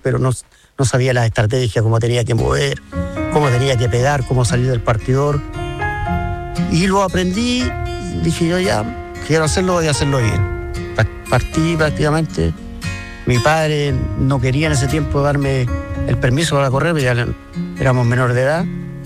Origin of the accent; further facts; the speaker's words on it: Concepción, Biobío, Chile; Sí, nacimos en Concepción, prácticamente casi al lado del Club Hípico. Mi abuelo tiene en casa en Club Hípico. Yo desde muy niño saltaba la pandereta y caía en el patio de mi casa.